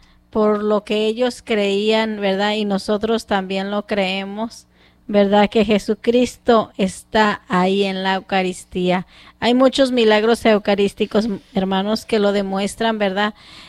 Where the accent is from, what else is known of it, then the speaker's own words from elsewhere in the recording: Mexico; Muchos de nosotros somos de México, de Michoacán, de Jalisco, de Colima, de Zacatecas, de Guanajuato, y de ahí párale de contar, ¿verdad?